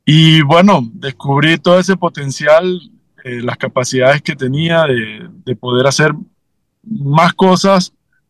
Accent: Chitré, Herrera, Panama; que soy de Chitré

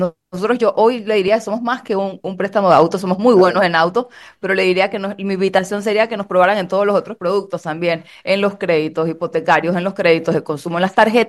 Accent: Panama; ese centro financiero internacional que hemos venido construyendo a lo largo de los años como panameños.

